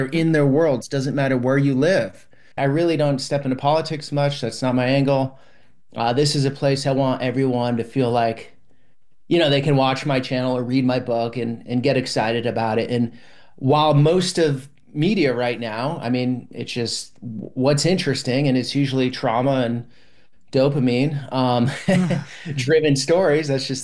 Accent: United States; And are just as American as you and I, but living in a totally different world.

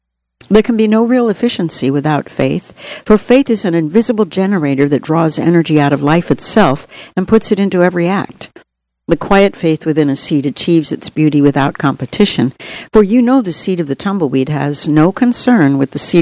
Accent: Namibia; Growing up in Namibia, I witnessed strong communities rising despite hardship.

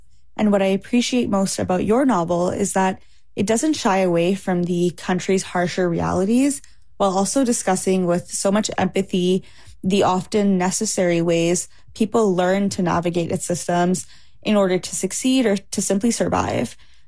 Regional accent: Canada; born there; And as someone who was born in Canada to a Pakistani family, I'm often drawn to Pakistani literature.

